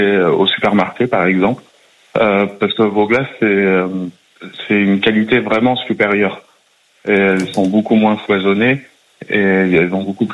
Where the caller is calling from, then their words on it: Cléder, Brittany, France; De Cléder, dans le Finistère